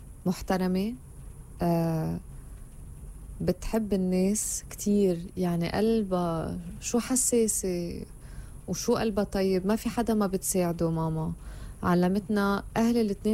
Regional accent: Lebanon; now in Egypt; انا لما بيجي لهون بيقولوا لي انت شو احساسك كلبنانية عم تشتغلي بمصر

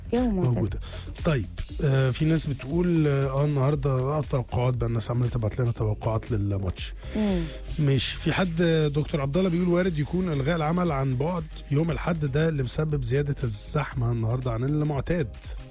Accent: Egypt; احنا عندنا الصراحة الاجواء في مصر دلوقتي

